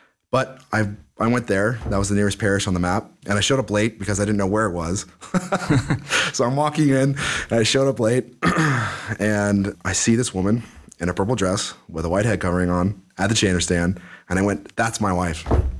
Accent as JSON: {"language": "English", "region": "New Jersey", "country": "United States", "tie": "born there", "also_born_or_lived": "California / Fort Wayne, Indiana / Iowa", "said": "No, I consider myself from New Jersey. Don't hold that against me now."}